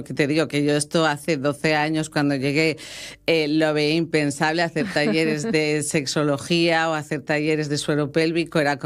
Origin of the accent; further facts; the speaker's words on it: Santander, Cantabria, Spain; now in Caravia, Spain; Pues yo ya me empecé a especializar antes de venir a vivir aquí a Asturias, que yo soy de Santander. Y al principio, claro, pues era hace 12 años que llevo aquí. Me vine a vivir a Caravia